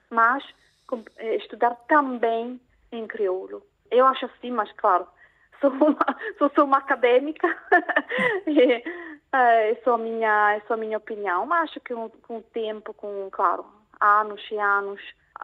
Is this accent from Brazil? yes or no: no; Italy